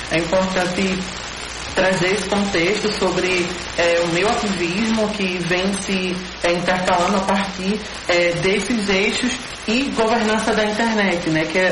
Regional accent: Recife, Pernambuco, Brazil; eu sou do Ibura, né? Ibura é um território da Zona Sul periférico.

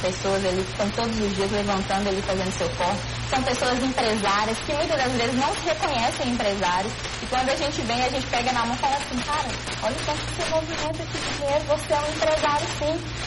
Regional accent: Minas Gerais, Brazil; now in Pernambuco, Brazil; eu, por exemplo, sou de favela, né, sou de uma favela de Minas Gerais, estou aqui em Pernambuco.

